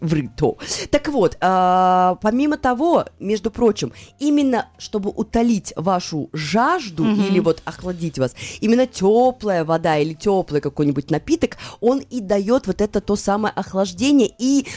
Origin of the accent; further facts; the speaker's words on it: Tashkent, Uzbekistan; now in Israel; я из Узбекистана, то есть Ташкент.